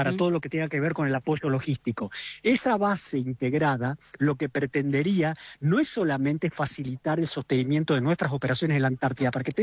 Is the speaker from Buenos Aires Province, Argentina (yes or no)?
no; Paraná, Entre Ríos, Argentina; Yo soy de Paraná